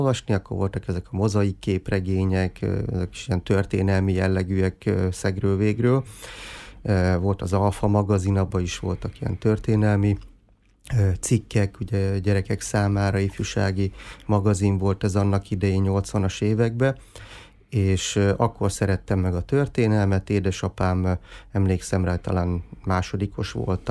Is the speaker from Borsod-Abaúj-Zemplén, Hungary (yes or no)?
yes; Miskolc, Borsod-Abaúj-Zemplén, Hungary; aztán ugye a Diósgyőri vár közelében nőttem fel, a Kuruc utcán laktunk, úgyhogy gyakorlatilag nem volt olyan nap, hogy ne csatangoltunk volna a vár környé